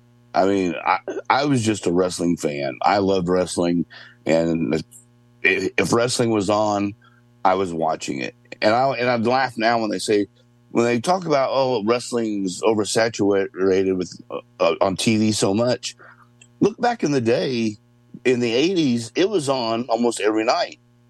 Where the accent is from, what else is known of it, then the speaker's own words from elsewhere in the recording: Martinsville, Indiana, United States; I grew up outside of Indianapolis in a small town. It's in Martinsville, Indiana.